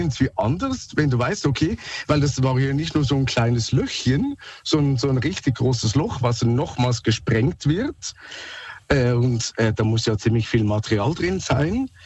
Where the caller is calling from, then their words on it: Switzerland; accent: Swiss; Ich rufe jetzt gerade aus Lörrach an. Mhm. Sorry, mein Akzent, ich bin Schweizer.